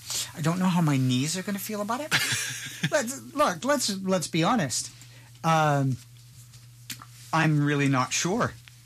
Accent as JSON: {"language": "English", "region": "Western Canada", "country": "Canada", "tie": "born or raised there", "moved": "yes", "said": "growing up in Western Canada"}